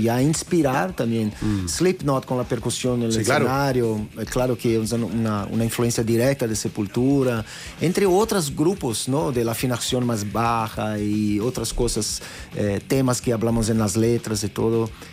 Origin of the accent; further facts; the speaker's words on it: Brazil; Spanish is a second language; nosotros somos brasileños, nacemos con eso, con samba, con el fútbol.